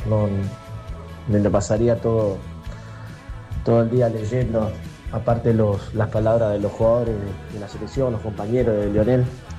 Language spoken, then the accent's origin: Spanish; Bosques, Buenos Aires Province, Argentina